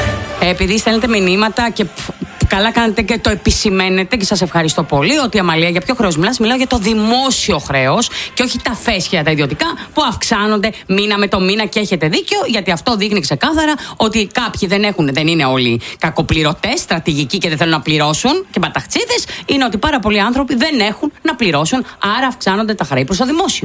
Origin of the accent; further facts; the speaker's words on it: Greece